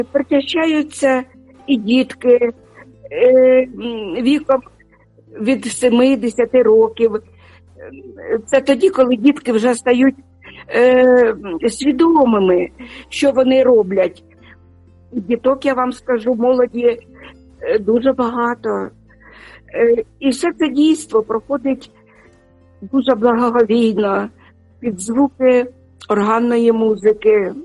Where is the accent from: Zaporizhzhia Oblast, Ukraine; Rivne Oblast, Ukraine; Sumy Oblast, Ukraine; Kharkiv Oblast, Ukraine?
Sumy Oblast, Ukraine; Sumy; moved away as an adult; в мої рідні Суми, на мою рідну Сумщину, в мою рідну церкву Різдва.